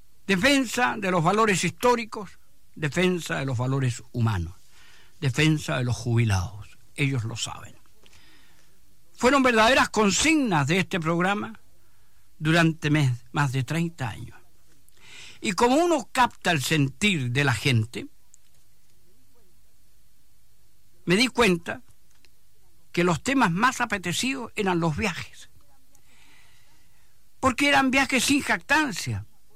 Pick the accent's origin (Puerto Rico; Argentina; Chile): Chile; Enamorado de mi tierra, Chile